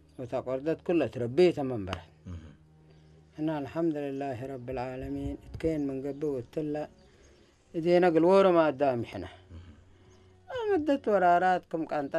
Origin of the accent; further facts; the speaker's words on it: Saudi Arabia; بسم الله بقى أنا سعودي أنت يكون